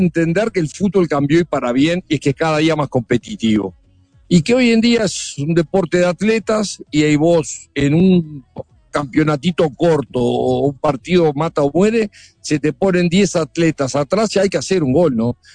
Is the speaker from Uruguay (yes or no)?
yes; Uruguay; los uruguayos tenemos esa capacidad que lo fácil lo hacemos difícil. Y bueno, si no, no somos uruguayos.